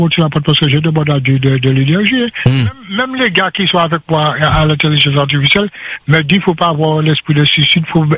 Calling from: Martinique

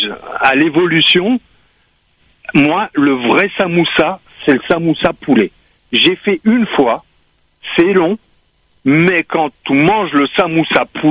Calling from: Réunion; moi je suis réunionnais

